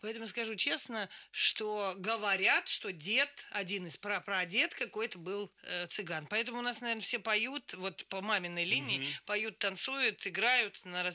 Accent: Voronezh, Voronezh Oblast, Russia; now in Moscow, Russia; Я приехала из Воронежа в Москву и ночевала у них в квартире.

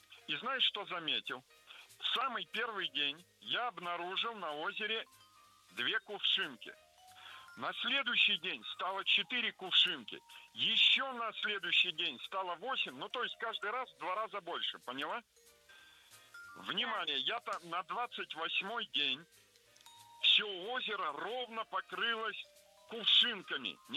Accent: Chelyabinsk, Chelyabinsk Oblast, Russia; Вот я сам из Челябинска.

